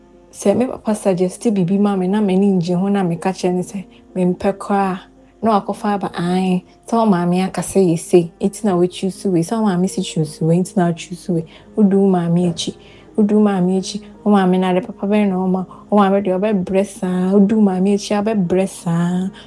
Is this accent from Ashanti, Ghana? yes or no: yes; Kumasi, Ashanti, Ghana; I'm speaking from Masinfosu. I grew up with my grandmother in Kumasi due to a misunderstanding between my father and my mother.